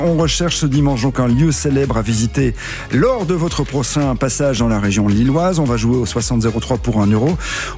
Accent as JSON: {"language": "French", "country": "Belgium", "said": "nos cousins français à nous, leurs cousins belges"}